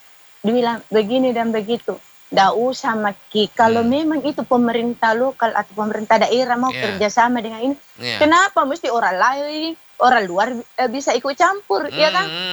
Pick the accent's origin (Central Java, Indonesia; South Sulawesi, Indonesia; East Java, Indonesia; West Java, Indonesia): South Sulawesi, Indonesia; cita sebagai warga Sulawesi Selatan.